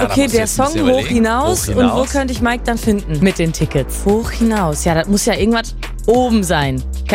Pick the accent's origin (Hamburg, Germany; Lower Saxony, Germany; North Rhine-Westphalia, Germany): North Rhine-Westphalia, Germany; Schöppingen; ich komme ja aus Schöpping